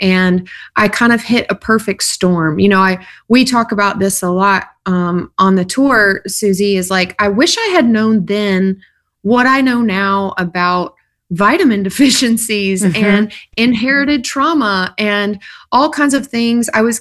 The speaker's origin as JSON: {"language": "English", "region": "South Carolina", "country": "United States", "tie": "born or raised there", "said": "I grew up in South Carolina on a lot of acreage in a trailer out in the middle of nowhere. My dad helped deliver cows on a dairy farm growing up, and my family took me to church every time the doors were opened."}